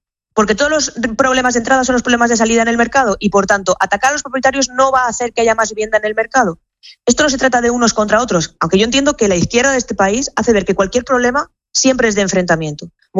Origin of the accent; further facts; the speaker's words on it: León, Castile and León, Spain; Yo soy de León